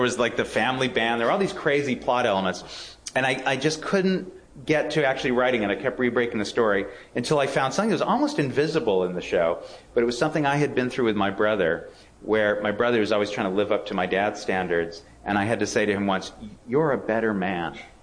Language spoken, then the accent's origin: English; California, United States; I'm from Orange County, and I always thought, boy, that's going to be a limitation.